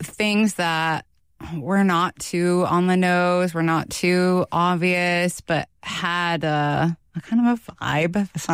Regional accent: Michigan, United States; I grew up in the Keweenaw Peninsula, and I traveled to the East End every summer.

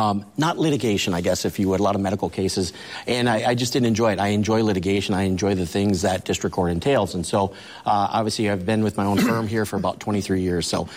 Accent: Michigan, United States; So I grew up right here in Marquette County. Basically born and raised

